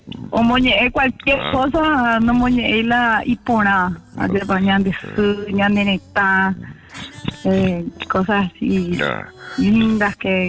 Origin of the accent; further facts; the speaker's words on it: Paraguay; moved away as an adult; now in Argentina; una responsabilidad muy grande como paraguaya